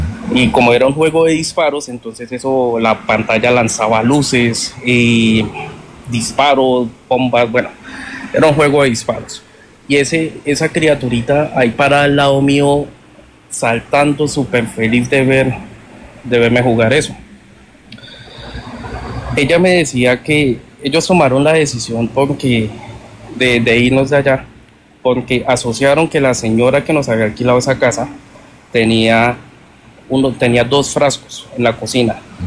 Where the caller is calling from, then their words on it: Villavicencio, Meta, Colombia; estoy en Villavicencio